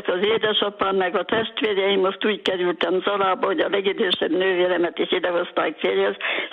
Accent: Szabolcs-Szatmár-Bereg, Hungary; now in Zala County, Hungary; én ahol születtem Szabolcs megyében, az utcánkhoz közel volt a templom.

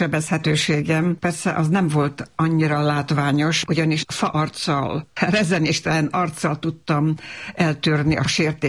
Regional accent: Novi Sad, Vojvodina, Serbia; Hát Újvidéken, a városban nőttem fel, szerb környezetben, tehát az utcán szinte ugyanabban az időben tanultam meg magyarul is, meg szerbül is, tehát ez a két nyelvűség az olyan természetes volt

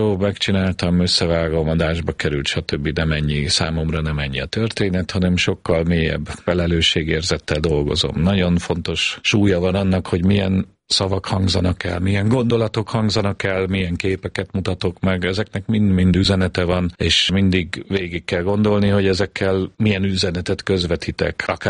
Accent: Budapest, Hungary; Én Budapesten születtem, igazából Zuglóban nevelkedtem fel, egy lakótelepen, úgynevezett panelházban

